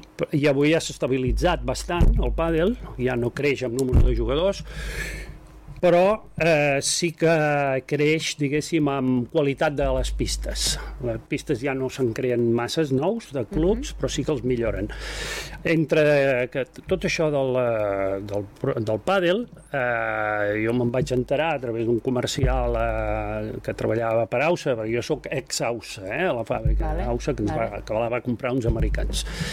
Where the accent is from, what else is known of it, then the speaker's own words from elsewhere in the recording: Manresa, Catalonia, Spain; Jo sóc manresà, fill d'empresaris